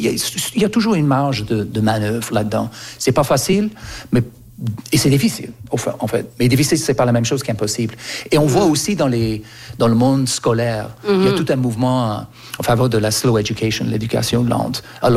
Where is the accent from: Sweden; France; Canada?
Canada; Moi, j'ai grandi au Canada et quand j'avais 4, 5, 6 ans, il y avait un bus